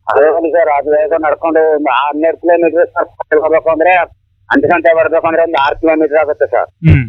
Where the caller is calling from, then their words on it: Mysore district, Karnataka, India; ನಮ್ಮ Mysuru district H D ಘಟ್ಟ ತಾಲೂಕು ಇರಳ್ಳಿ ಗ್ರಾಮ ಪಂಚಾಯತಿ ಅಂಕನಾಥ್ಪುರ ಆಡಿ ಸರ್, ಆದಿವಾಸಿ ಆಡಿ.